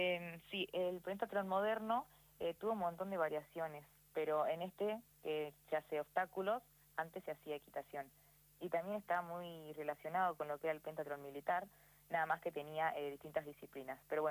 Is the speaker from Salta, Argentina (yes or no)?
yes; Salta, Argentina; Yo soy de Capital.